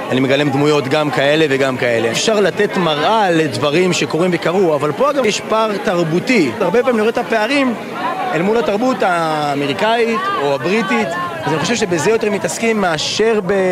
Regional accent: Israeli periphery, Israel; ובתור ילד שגדל בפריפריה

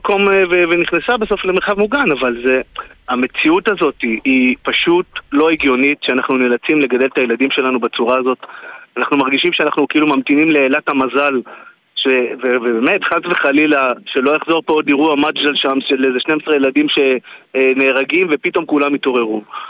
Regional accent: Kiryat Shmona, Northern District, Israel; moved away as an adult; also born or lived in Herzliya; אני נולדתי וגדלתי בקריית שמונה, חוויתי את מה שנקרא את כל מבצעי דין וחשבון וענבי זעם וכו', והילדים הגדולים שלי נולדו בהרצליה. אנחנו גרנו בהרצליה ולפני 12 שנה בחרנו לחזור לפה

